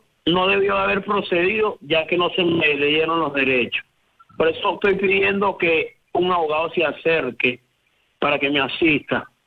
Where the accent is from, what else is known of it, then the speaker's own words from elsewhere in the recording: Caracas, Capital District, Venezuela; moved away; Yo soy de Caracas, la capital.